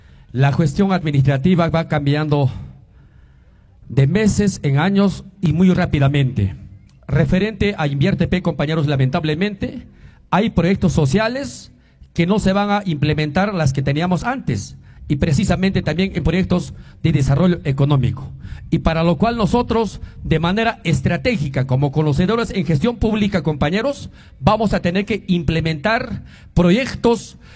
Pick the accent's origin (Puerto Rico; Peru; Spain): Peru; Chumbivilcas, Cusco; Yo pongo aquí, propongo ante mi pueblo de Chumivilcas que vamos a brindar oportunidad para todos